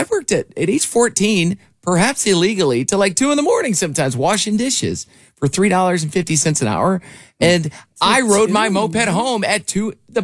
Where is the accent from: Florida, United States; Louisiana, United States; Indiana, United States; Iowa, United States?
Iowa, United States; Growing up in Iowa, and we lived out in the country. So from age 10 on, I lived out in the country, 4 miles out, gravel roads everywhere, and no phone, we didn't have phones.